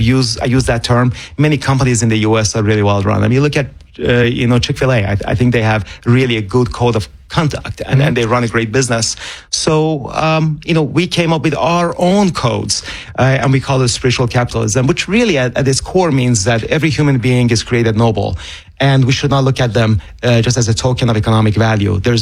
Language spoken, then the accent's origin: English; Iran; English is a second language; as a kid growing up in Iran in the 1980s, when the eight-year war was going on with Iraq, I had hope in one country.